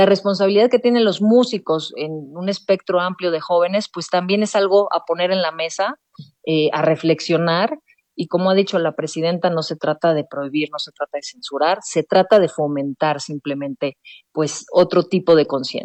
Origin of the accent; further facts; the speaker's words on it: Mexico; de saber quiénes somos como mexicanos